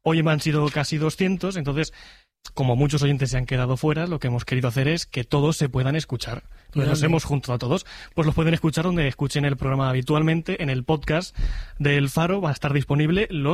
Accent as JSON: {"language": "Spanish", "town": "Villanueva de la Jara", "region": "Castilla-La Mancha", "country": "Spain", "said": "Yo soy de Villanueva de la Jara"}